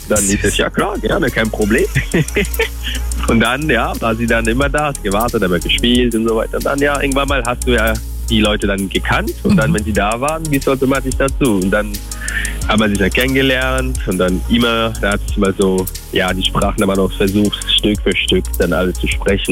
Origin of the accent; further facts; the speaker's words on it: Togo; German is a second language; now in Alsace, France; gebürtig aus Togo, wohne mittlerweile im Elsass